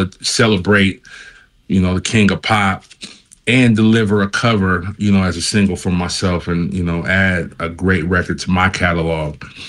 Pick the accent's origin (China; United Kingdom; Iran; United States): United States; Sacramento, California; now in Los Angeles, United States; I'm from Sacramento.